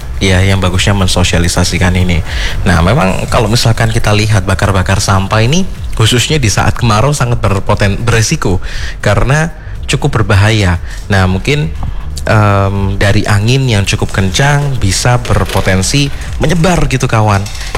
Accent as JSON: {"language": "Indonesian", "town": "Malang", "region": "East Java", "country": "Indonesia", "said": "kita, orang Malang"}